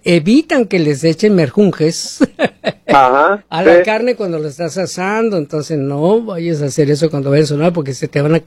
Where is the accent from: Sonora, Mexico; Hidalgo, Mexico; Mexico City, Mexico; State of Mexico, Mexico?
Sonora, Mexico; yo pura sal porque soy de Sonora. Allá en Sonora